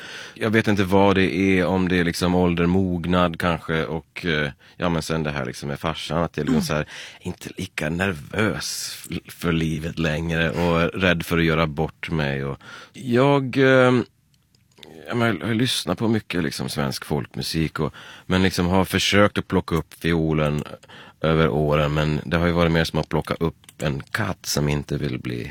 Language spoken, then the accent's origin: Swedish; Leksand, Dalarna County, Sweden; när jag växte upp i Leksand så blev jag ju skatare istället.